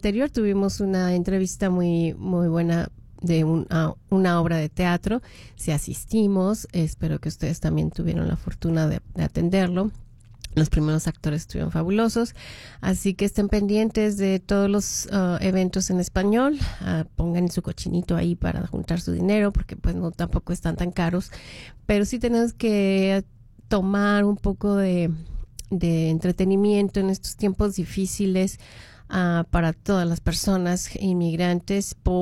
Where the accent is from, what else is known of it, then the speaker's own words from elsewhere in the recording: Mexico City, Mexico; yo que soy de la Ciudad de México, que tenemos todos los climas